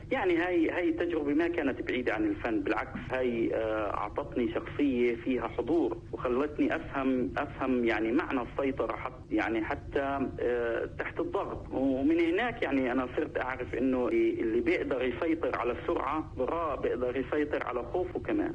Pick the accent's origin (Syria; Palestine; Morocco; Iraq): Palestine; طبعا بقدم حالي اني فلسطيني، ما بحاول اجمل ولا ازوق، انه الانسان الواثق من اصله ما بده يشرح كتير.